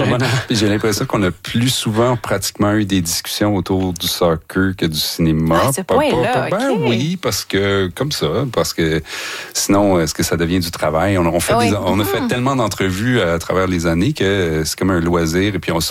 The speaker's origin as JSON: {"language": "French", "country": "Canada", "said": "chez nous, à Toronto, à Vancouver"}